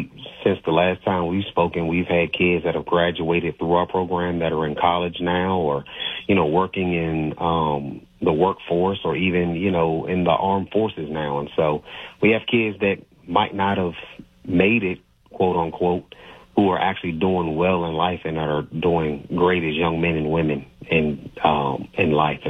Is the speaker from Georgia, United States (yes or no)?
no; Washington, District of Columbia, United States; now in North Carolina, United States; Well, I grew up in Washington, D.C.